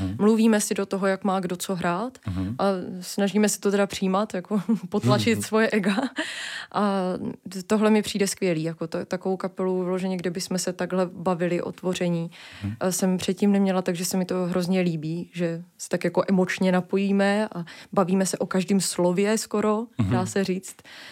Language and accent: Czech; Třebíč, Vysočina Region, Czechia; Matouš je vlastně tady v Brně, jsme od Třebíče spíš a tak různě rozježděný.